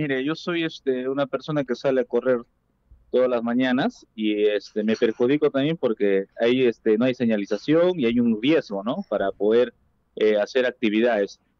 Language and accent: Spanish; Oxapampa, Pasco, Peru; soy natural de Oxapampa, de una cuarta generación, porque acá Oxapampa, usted bien sabe, ha sido una colonia australemana. Mi bisabuelo ha sido uno de los que han fundado la ciudad